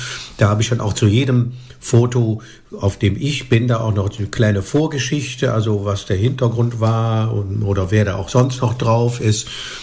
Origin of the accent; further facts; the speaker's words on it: Cologne, North Rhine-Westphalia, Germany; ich bin in Köln geboren, habe auch nie woanders als mitten in Köln gelebt.